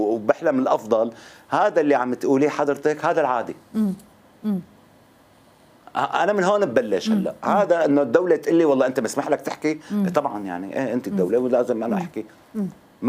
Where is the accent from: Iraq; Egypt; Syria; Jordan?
Syria; نحن كنا سوريين، والتجربة السورية هي تجربة حرب